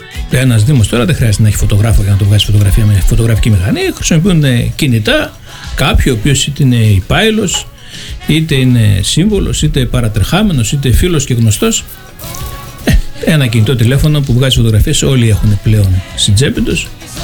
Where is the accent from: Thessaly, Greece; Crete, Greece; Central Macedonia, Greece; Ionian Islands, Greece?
Central Macedonia, Greece; Aridaia; εγώ επειδή μεγάλωσα στην Αριδαία